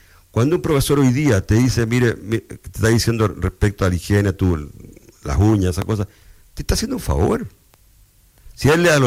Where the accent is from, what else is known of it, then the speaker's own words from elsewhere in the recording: Chile; Somos así porque somos chilenos, no importa un carajo.